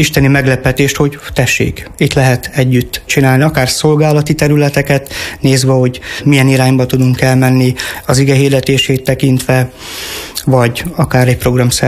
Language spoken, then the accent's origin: Hungarian; Fornos, Zakarpattia Oblast, Ukraine; also born or lived in Szerencs, Hungary; now in Hernádnémeti, Hungary; Magam is ugye olyan közegből jövök az én kárpátai fornosi anyagyülekezetemből, ahol tulajdonképpen az ifiben nőttem fel